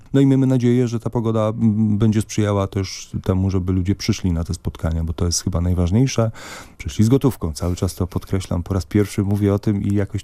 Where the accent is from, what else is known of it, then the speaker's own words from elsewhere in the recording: Toruń, Kuyavian-Pomeranian Voivodeship, Poland; skoro ja z Torunia